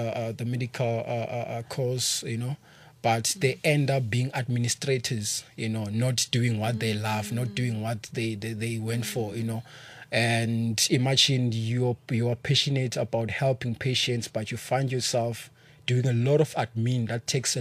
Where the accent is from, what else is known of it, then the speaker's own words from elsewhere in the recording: Mpumalanga, South Africa; coming from a background where I grew up in Mpumalanga, by the way.